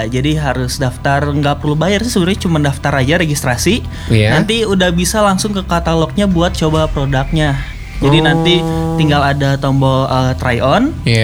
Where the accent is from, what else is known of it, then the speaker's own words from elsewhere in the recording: Bandung, West Java, Indonesia; Kita orang Bandung ya.